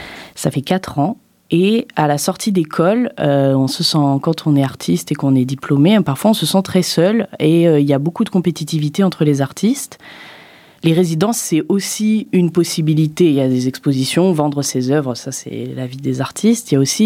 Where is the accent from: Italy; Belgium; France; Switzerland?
France; Die, Auvergne-Rhône-Alpes; born there